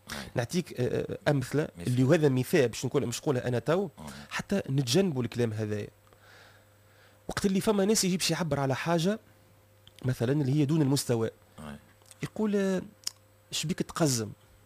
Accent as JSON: {"language": "Arabic", "town": "Tunis", "region": "Tunis Governorate", "country": "Tunisia", "said": "احنا عندنا في تونس مثلا في العاصمة عادية"}